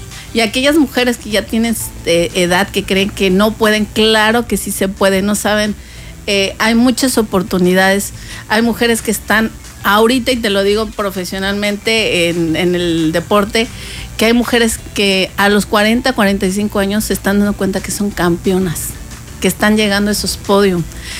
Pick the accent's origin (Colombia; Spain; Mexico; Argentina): Mexico; Nosotros como mexicanas y mexicanos